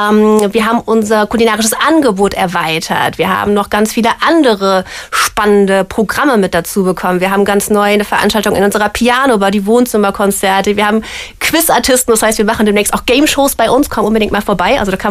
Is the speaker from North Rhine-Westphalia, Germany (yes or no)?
yes; Bonn, North Rhine-Westphalia, Germany; Ich bin selber auch Rheinländerin, Urbonnerin.